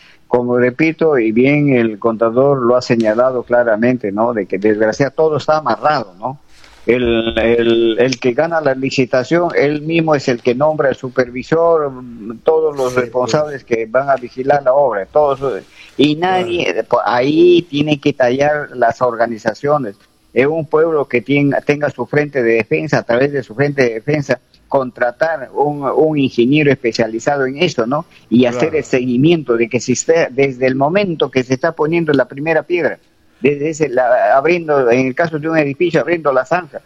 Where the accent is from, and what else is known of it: Peru